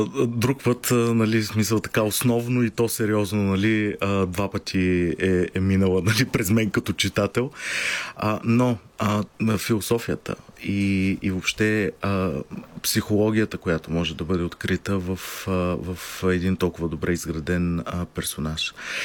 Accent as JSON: {"language": "Bulgarian", "town": "Varna", "region": "Varna Province", "country": "Bulgaria", "said": "съм от Варна, аз съм от този край"}